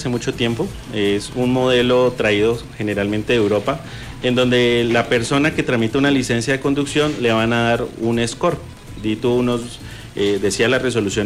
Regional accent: Colombia

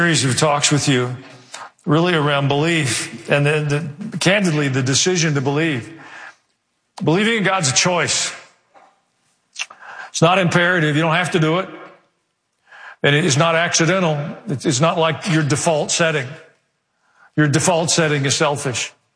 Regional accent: the South, United States; accent: southern; People can sit anywhere on the planet, but they have access to a cell phone and hear me preach in my southern accent in their language.

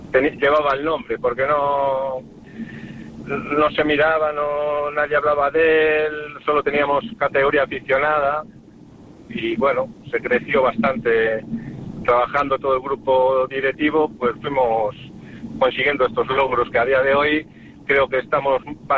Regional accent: Vigo, Galicia, Spain; yo soy de Alcabre, soy de Alcabre de toda la vida

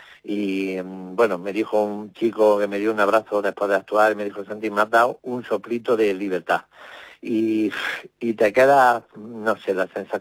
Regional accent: Marmolejo, Andalusia, Spain; yo estreno en mi tierra, y además le tengo mucho cariño a Marmolejo

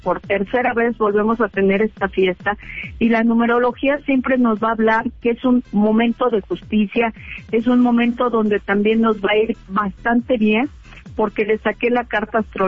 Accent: Mexico; nosotros como mexicanos

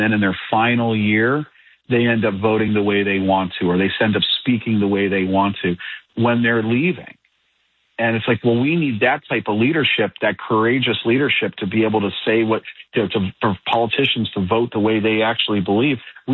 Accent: Cleveland, Ohio, United States; I remember a guy, Dave Zupan in Cleveland, Ohio, my hometown, someone I met.

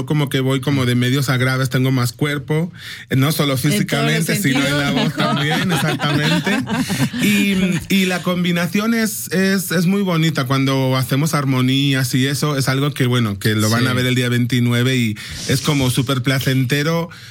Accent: Spain; now in Mexico; O sea, los mexicanos me notan que soy español, pero cuando llego a España me dicen, pero ¿y ese acento que te traes?

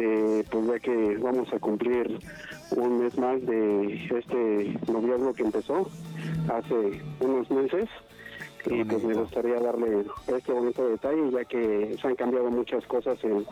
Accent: Mexico City, Mexico; Yo soy de ahí de la Ciudad de México, soy de ahí del aeropuerto, ahí por la aduana, sí.

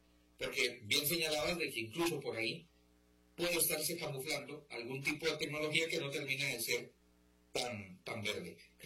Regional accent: Tres Ríos, Cartago, Costa Rica; yo crecí allá en San Diego de Tres Ríos

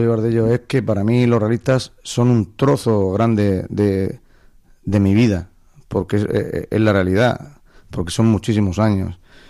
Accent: Orihuela, Valencian Community, Spain; yo soy del Rabaloche, ¿eh? Y como rabalochero que soy, pues me gustan las cosas de Orihuela.

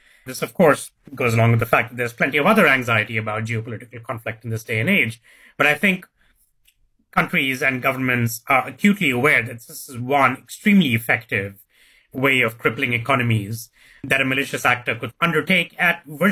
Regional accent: India; So I'm from India, for example

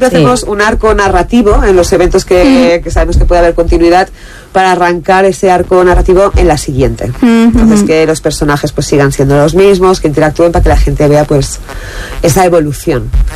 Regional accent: Lerma, Castile and León, Spain; Somos de Lerma

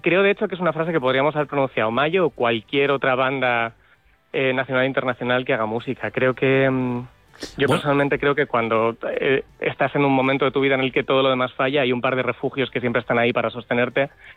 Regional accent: Toledo, Castilla-La Mancha, Spain; yo soy toledano de toda la vida, yo llevo casi toda mi vida haciendo música aquí

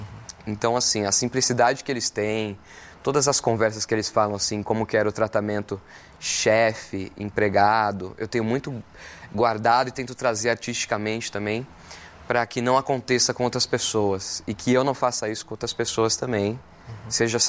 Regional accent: São Paulo, Brazil; Eu sou do Campo Limpo, Santo Amaro.

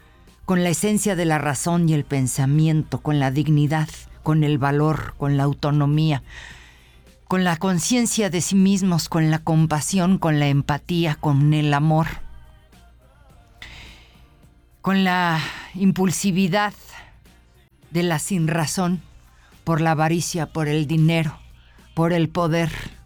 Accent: Mexico; como socios, como mexicanos, como nación.

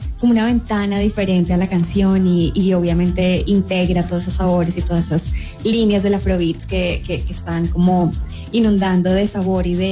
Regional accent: Andean region, Colombia; a donde estamos ubicados, a lo que somos aquí desde los Andes, obviamente colombianos

